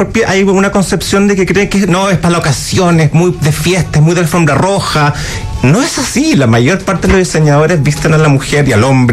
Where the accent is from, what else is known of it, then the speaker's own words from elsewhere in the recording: Punta Arenas, Magallanes, Chile; soy de Punta Arena.